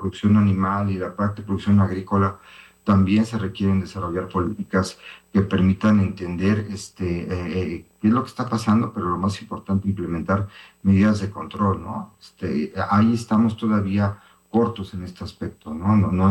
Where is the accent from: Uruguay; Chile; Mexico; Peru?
Mexico; Xalapa, Veracruz; temperaturas que no habíamos vivido en los que somos de aquí de Xalapa